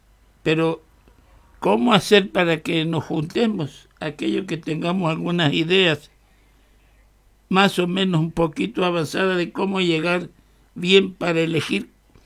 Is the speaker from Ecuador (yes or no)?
no; Argentina; ¿Qué podemos conseguir como argentinos?